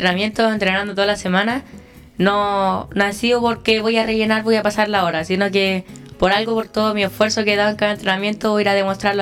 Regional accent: San Bernardo, Santiago Metropolitan Region, Chile; yo fui nacido y criado acá en San Bernardo, mis papás, mi mamá, mi hermana, entonces casi todo mi núcleo familiar ha sido criado acá.

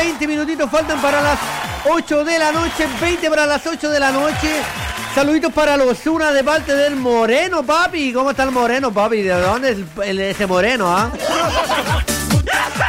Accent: Chile; nosotros como chilenos

